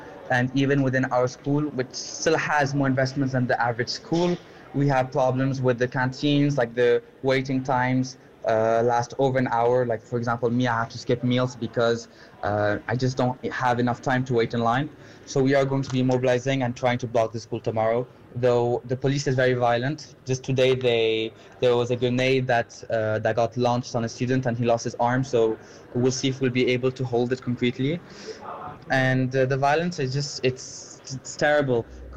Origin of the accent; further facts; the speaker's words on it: Lyon, Auvergne-Rhône-Alpes, France; I'm 17 and I'm from Lyon.